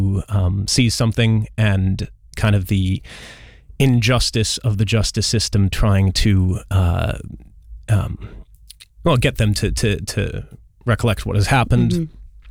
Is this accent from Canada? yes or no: yes; Ontario, Canada; moved away as an adult; also born or lived in Saskatchewan, Canada; now in United Kingdom; So I'm from Saskatchewan, Canada. Originally, I grew up in Northern Ontario and then moved over here for drama school in about 2016.